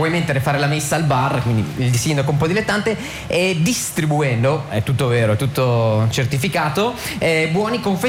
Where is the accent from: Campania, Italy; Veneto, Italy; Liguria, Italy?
Veneto, Italy; noi in Veneto siamo esentati